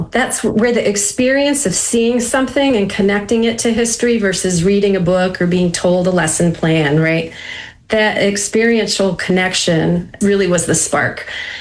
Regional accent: Michigan, United States; I'm from Michigan, so there's a lot of water there, right?

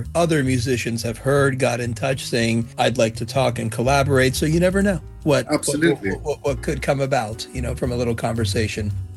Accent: Istanbul, Turkey; I'm from Istanbul.

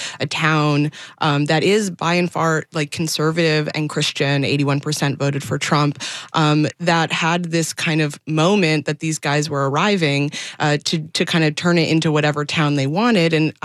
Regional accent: Nashville, Tennessee, United States; Yeah, I'm from Nashville, so this is, you know, an hour and a half away.

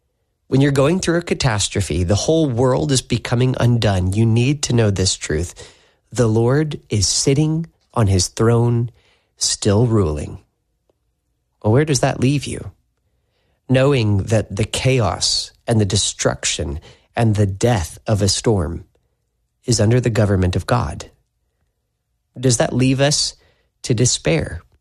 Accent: Tupelo, Mississippi, United States; born or raised there

